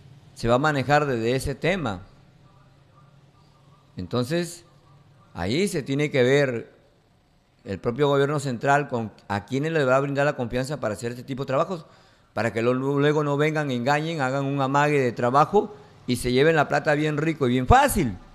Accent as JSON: {"language": "Spanish", "country": "Peru", "said": "los que somos afectados somos todos los peruanos."}